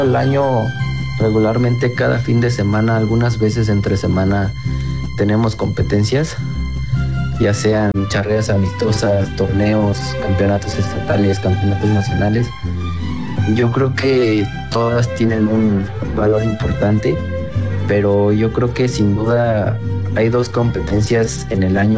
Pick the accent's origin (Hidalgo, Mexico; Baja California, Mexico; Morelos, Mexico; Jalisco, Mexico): Hidalgo, Mexico